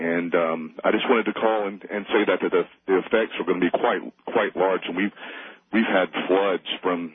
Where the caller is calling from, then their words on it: Athens, Georgia, United States; I'm calling from Athens, Georgia.